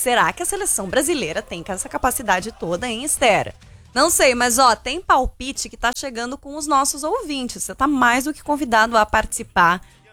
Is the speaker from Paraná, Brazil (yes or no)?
yes; Curitiba, Paraná, Brazil; A gente vai primeiro pra Curitiba, é isso? Vamos para minha terra, então.